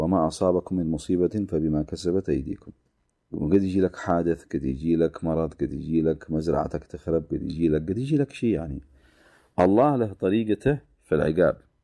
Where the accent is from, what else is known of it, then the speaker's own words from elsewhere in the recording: Yemen; إحنا كشعب يمني